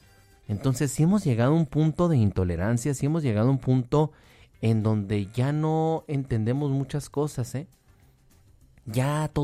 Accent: Mexico

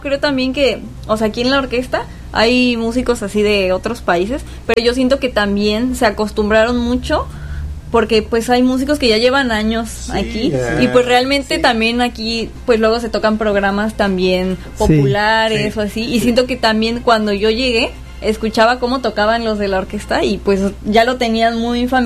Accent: Veracruz, Mexico; now in Sinaloa, Mexico; tratando de meter temas de donde yo soy, así como también otros temas mexicanos, ¿no? En general, no nada más de Veracruz

